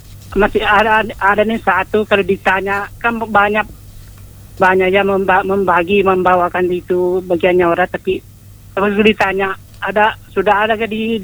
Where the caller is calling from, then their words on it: Indonesia; di Pondre.